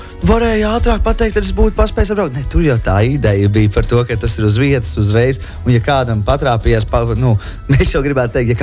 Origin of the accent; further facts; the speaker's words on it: Jelgava, Zemgale, Latvia; now in Riga, Latvia; es pats esmu jelgavnieks, kurš dzīvo Rīgā, bet sirdī liepājnieks